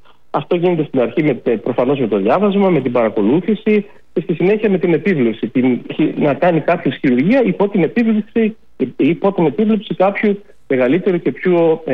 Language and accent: Greek; Greece; moved away as an adult; Έλληνες είμαι, εδώ γεννήθηκα, εδώ με το ελληνικό κράτος με σπούδασε στο ελεύθερο δημόσιο πανεπιστήμιο. Ήθελα και εγώ να γυρίσω